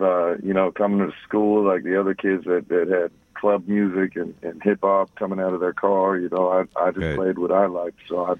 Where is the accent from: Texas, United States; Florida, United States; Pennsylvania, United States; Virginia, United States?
Florida, United States; Orlando; born there; moved away as an adult; now in Tampa, United States